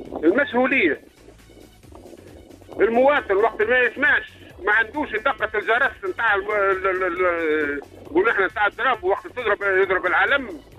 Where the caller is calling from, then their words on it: Jendouba, Jendouba Governorate, Tunisia; من جندوبه